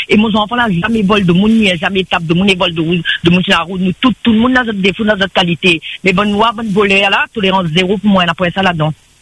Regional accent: Saint-Benoît, Réunion; born there; moved away; also born or lived in Beaufort / metropolitan France; je suis née à Beaufort, j'ai grandi à Saint-Benoît, je suis née à Beaufort. Avec le temps, disons, j'ai plus vécu vers la métropole qu'ici.

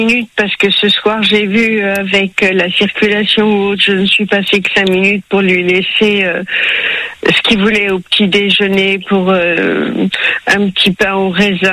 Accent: Paris, Île-de-France, France; Moi, j'ai des origines bretonnes. Hein. Mmh. Je suis parisienne, je suis née dans le 20e, je vis dans le 20e.

